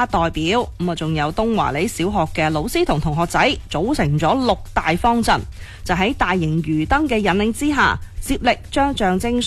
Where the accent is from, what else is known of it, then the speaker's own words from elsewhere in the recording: Foshan, Guangdong, China; 我哋佛山人